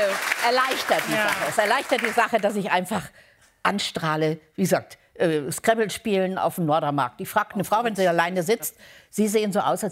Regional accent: Lower Saxony, Germany; Ja. Geborene Niedersächsin.

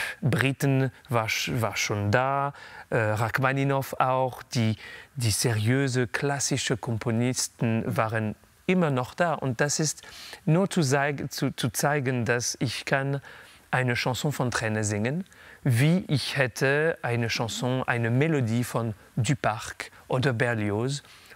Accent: France; German is a second language; Also es ist meine Muttersprache und ich bin ein bisschen bekommen ein Spezialist von der französischen Repertoire. Vielleicht, weil ich bin Franzose auch

